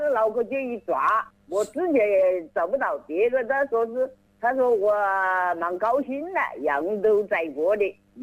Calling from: Jingzhou, Hubei, China; 我是湖北荆州公安县呐，古河镇的，我是邵松村

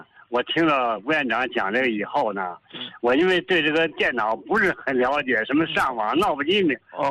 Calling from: Shijiazhuang, Hebei, China; 我是河北石家庄的一个朋友，一个老患者了。

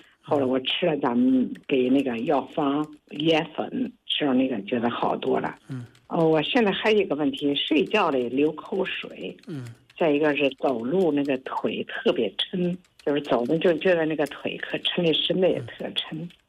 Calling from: Hebei, China; 我是河北的，七十多了。

